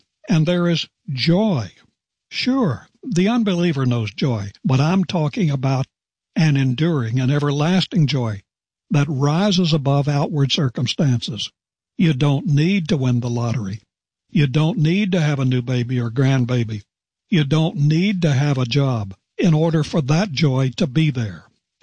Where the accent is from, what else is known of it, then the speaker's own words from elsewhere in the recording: West Virginia, United States; There was a man in my home state of West Virginia who won what seemed like zillions of dollars a few years ago in the lottery.